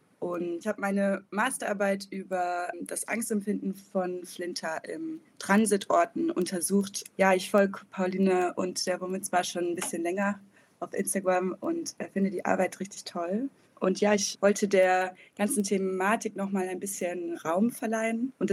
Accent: Nuremberg, Bavaria, Germany; dass ich über Weihnachten in meiner Heimatstadt war, also in Nürnberg

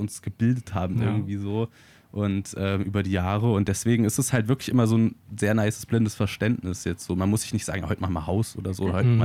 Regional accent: Weimar, Thuringia, Germany; also born or lived in Jena; da wir in Weimar groß geworden sind und in Umgebung in Jena

